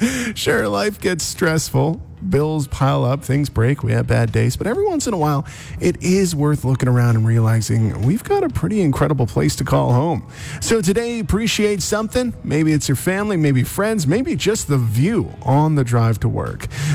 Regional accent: Alberta, Canada; now in West Kootenay, British Columbia, Canada; I grew up in Alberta.

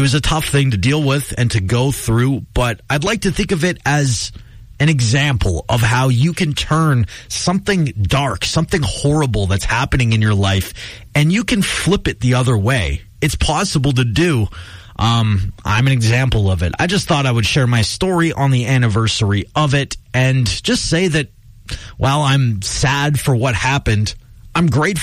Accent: Monte Lake, British Columbia, Canada; I grew up in Monty Lake, a little community just outside of Kamloops.

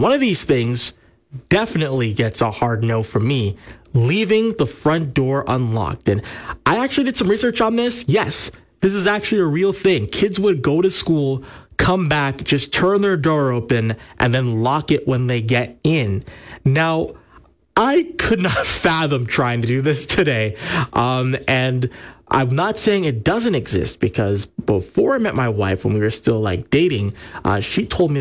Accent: Ontario, Canada; I come from Southern Ontario

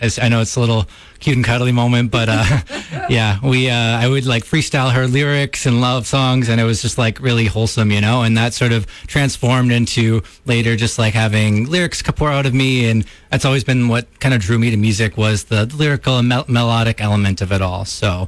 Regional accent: Toronto, Ontario, Canada; growing up in Toronto, all of the influences of the hip-hop sound there

